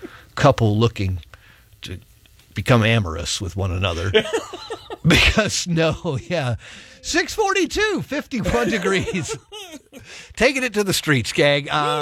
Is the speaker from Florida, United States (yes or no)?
yes; Lakeland, Florida, United States; nearby Lakeland, my hometown